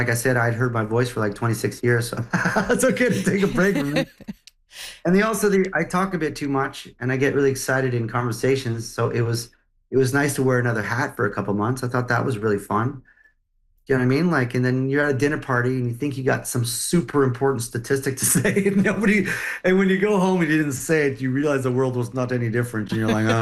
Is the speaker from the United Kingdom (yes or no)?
no; Montreal, Quebec, Canada; I grew up in Montreal, so I grew up being exposed